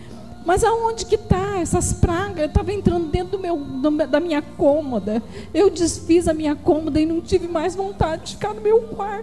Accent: Guaraçu, Brazil; Eu sou de Guaraçu.

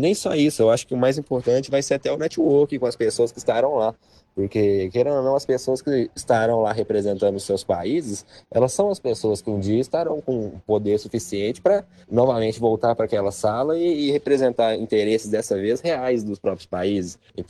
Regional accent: Pitangui, Minas Gerais, Brazil; Pitangui é um roteiro imprescindível de estar presente. Então, a minha tese é sempre essa, sempre impulsionar o lugar de onde eu vim, de onde eu cresci.

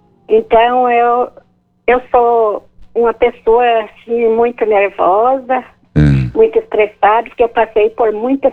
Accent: Curitibanos, Santa Catarina, Brazil; Eu sou de Curitibano, Santa Catarina.

